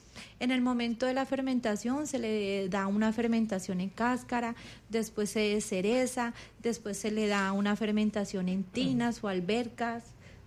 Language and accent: Spanish; Palermo, Huila, Colombia; Yo soy de Palermo, entonces Palermo es mármol y pinto.